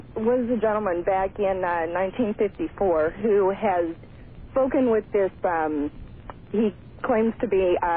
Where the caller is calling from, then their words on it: Gardena, California, United States; I'm calling from Gardena.